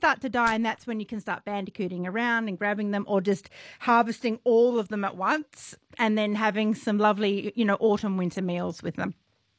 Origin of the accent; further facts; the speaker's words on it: Scotland, United Kingdom; moved away; also born or lived in England; I'm Scottish.